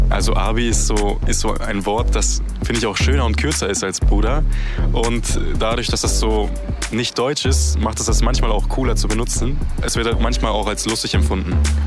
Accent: Kosovo; now in Herford, Germany; ich komme aus Kosovo, ich wohne in Herford.

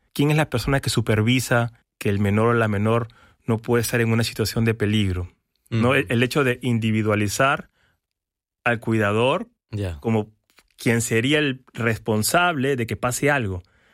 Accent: Peru; now in Germany; soy de Perú.

